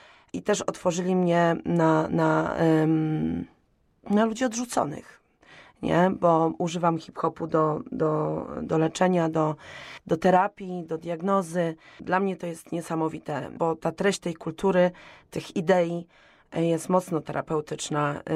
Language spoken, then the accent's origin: Polish; Nowy Targ, Lesser Poland, Poland; Słuchajcie, no ja pochodzę z Podhala, z Nowego Targu. U mnie kultura hip-hop zaczęła się od tańca.